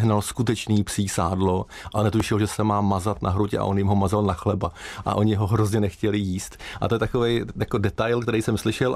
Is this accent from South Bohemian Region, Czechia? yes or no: yes; České Budějovice, South Bohemian Region, Czechia; also born or lived in Pardubice / Prague / Liberec; Já jsem rodilý Budějčák, bydlel jsem tam vlastně do vysoké školy, pak jsem si dal takový čas cestování, kde jsem studoval v Pardubicích, pak jsme s manželkou, která pochází z Českého ráje, nějaký čas žili v Praze, v Liberci, tak jsme putovali, až jsme se zase vrátili do Budějic